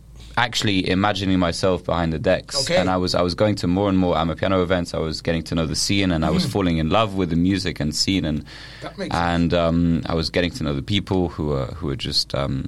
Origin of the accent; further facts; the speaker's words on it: Paris, Île-de-France, France; I'm from Paris.